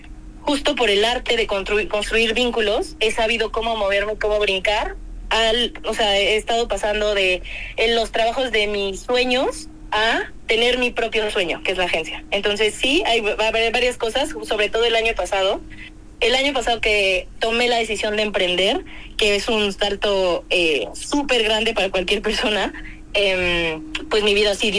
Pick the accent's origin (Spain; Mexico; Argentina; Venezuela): Mexico; Córdoba, Veracruz; born there; moved away